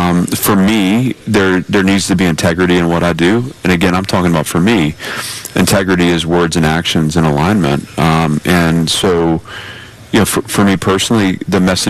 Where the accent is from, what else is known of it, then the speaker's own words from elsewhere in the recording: Nashville, Tennessee, United States; Nashville's my hometown.